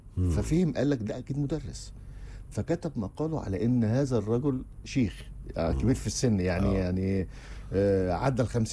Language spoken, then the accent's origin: Arabic; Mansoura, Dakahlia, Egypt; أنا من المنصورة